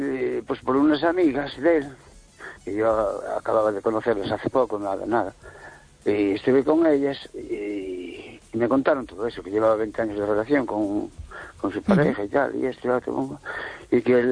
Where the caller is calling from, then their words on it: Cambre, Galicia, Spain; de Cambre.